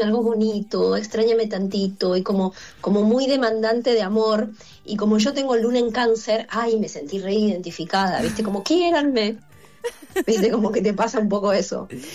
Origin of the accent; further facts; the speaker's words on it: Argentina; somos argentinos